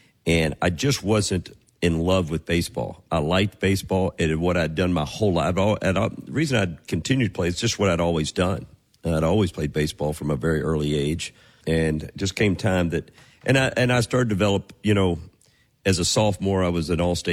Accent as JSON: {"language": "English", "town": "Madisonville", "region": "Kentucky", "country": "United States", "tie": "born or raised there", "said": "It was back in my hometown where I grew up, Madisonville, Kentucky, Madisonville Country Club."}